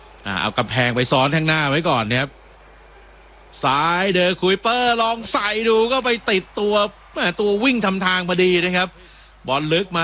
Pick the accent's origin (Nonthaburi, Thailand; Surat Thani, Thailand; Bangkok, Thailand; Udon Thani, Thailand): Bangkok, Thailand; now in Samut Prakan, Thailand; ไม่เป็นสมุทรปราการเลยไม่กรุงเทพแล้วเมื่อก่อนเป็นคนกรุงเทพ